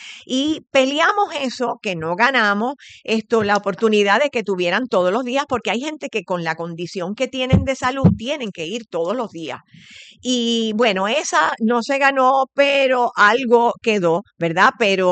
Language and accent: Spanish; Río Piedras, Puerto Rico; yo vengo de Río Piedras